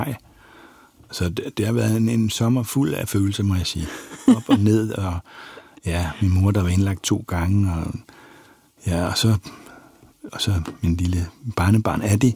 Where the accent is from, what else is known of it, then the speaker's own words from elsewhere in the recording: Gudhjem, Capital Region of Denmark, Denmark; moved away; Og den sidste adresse, jeg boede på, det var faktisk min fars gamle atelier. Han var jo kunstmaler og malede og havde atelier i Gudhjem i mange, mange år, da vi var børn.